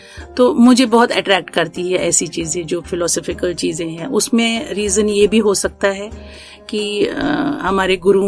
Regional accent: Jammu and Kashmir, India; یہ میری بھاگی کی بات ہے کہ میں کشمیر سے جڑی ہوں, میں کشمیری ہوں, کشمیری پنڈت ہوں. تو ہمارے خون میں ہی دوڑتا ہے وہ سب پوئٹری جو ہماری ہے.

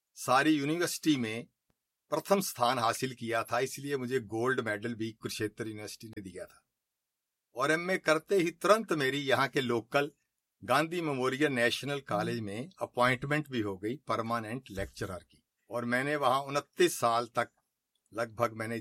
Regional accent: Ambala, Haryana, India; also born or lived in Amritsar / Delhi / Solan; मेरा जन्म 1954 में अमृतसर में हुआ, लेकिन मेरा पालन पोषण और शिक्षा अधिकांशतः अंबाले में हुई। कुछ समय दिल्ली में भी स्कूलिंग की शिक्षा ली, और हिमाचल प्रदेश के सोलन में भी, लेकिन मैट्रिक बीए एमए मैंने सब अंबाला से ही की।

